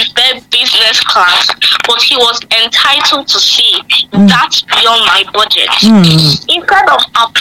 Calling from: Nigeria

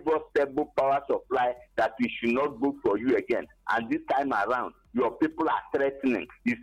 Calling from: Agbani, Enugu State, Nigeria; I'm calling from Abapani Senugu.

